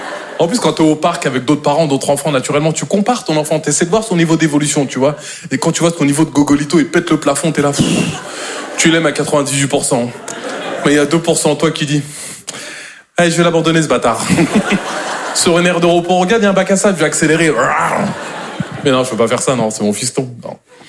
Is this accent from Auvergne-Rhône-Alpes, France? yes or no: no; Normandy, France